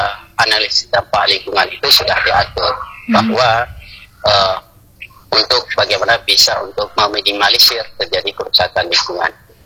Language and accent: Indonesian; Aceh, Indonesia; kita Aceh ini adalah wilayah agraris